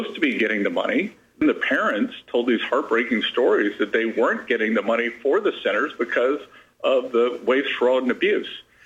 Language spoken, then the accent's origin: English; Little River, South Carolina, United States; moved away; also born or lived in Conway, South Carolina; Conway was a big city. I was born in Conway. I grew up on Little River. So, you know, Conway is a gateway to Myrtle Beach.